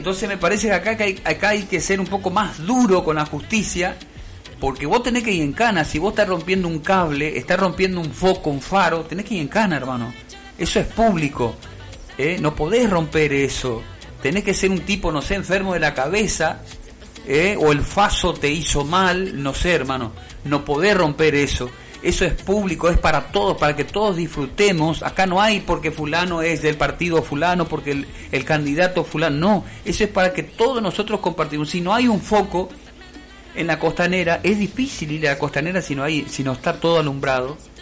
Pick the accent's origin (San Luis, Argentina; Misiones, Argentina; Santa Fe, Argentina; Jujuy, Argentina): Misiones, Argentina; Puerto Iguazú; Yo soy de Iguazú, yo soy nacido y malcriado acá en el Bañado, acá en el barrio Florida, me crié acá pateando sapo acá entre medio del barro